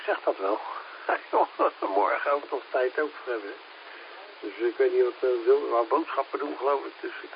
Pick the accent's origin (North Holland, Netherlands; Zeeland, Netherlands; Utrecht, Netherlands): Utrecht, Netherlands; Maar ja, we zijn nog steeds trots dat we uit Utrecht komen.